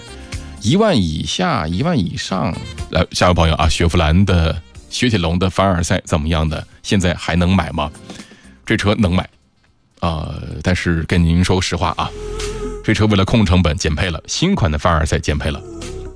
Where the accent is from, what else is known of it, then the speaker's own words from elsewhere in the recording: Yichang, Hubei, China; 你要是我们宜昌的，